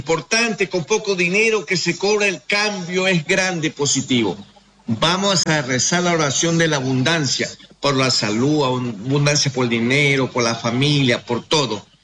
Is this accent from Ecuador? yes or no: yes; Ecuador; now in Solís de Mataojo, Uruguay; Soy conocido más de 30 años en la República Oriental del Uruguay, como ecuatoriano que soy, tengo mi casa en Solís de Mataojo